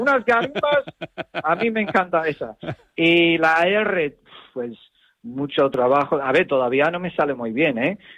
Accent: Tenerife, Canary Islands, Spain; yo soy de Tenerife.

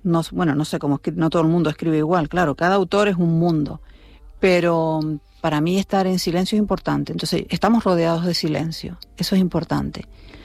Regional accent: Canary Islands, Spain

